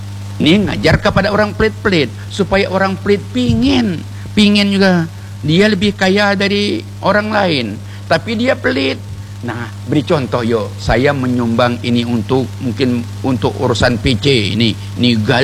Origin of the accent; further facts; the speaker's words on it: Bangka Belitung Islands, Indonesia; kami juga orang Bangka, masih jauh